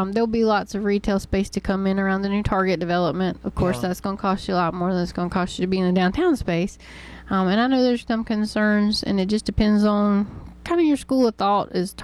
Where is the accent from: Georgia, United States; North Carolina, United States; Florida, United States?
North Carolina, United States; Lee County; as a Lee County native and seven generations